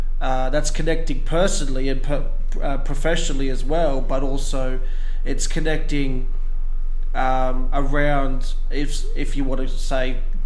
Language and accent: English; the Hawkesbury, New South Wales, Australia; I'm from the Hawkesbury